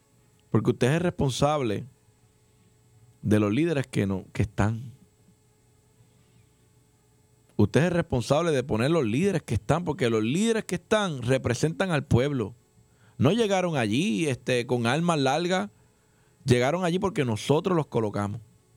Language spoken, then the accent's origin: Spanish; Puerto Rico; nosotros como puertorriqueños empecemos a pensar más en nuestro futuro